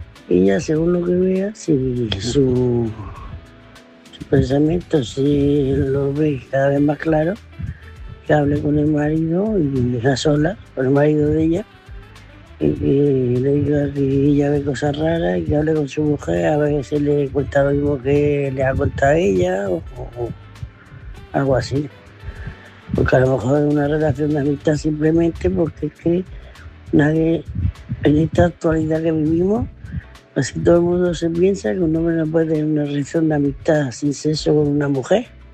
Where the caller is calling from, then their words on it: Murcia, Region of Murcia, Spain; de Murcia, corresponsal de Murcia.